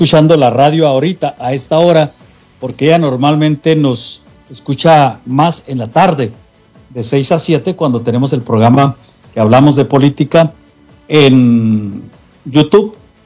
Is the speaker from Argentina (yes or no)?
no; Mexico; moved away; Un día salí de México, pero México nunca salió de mí.